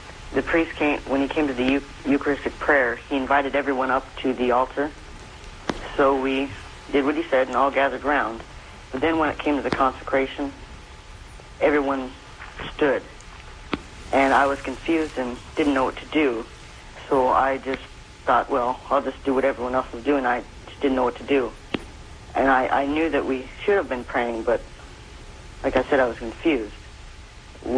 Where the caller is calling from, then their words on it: Spokane, Washington, United States; Spokane, Washington.